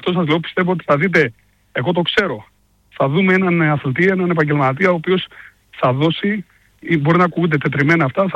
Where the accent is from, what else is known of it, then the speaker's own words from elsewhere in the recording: Thessaloniki, Central Macedonia, Greece; εμείς τώρα είμαστε από τη Θεσσαλονίκη όλοι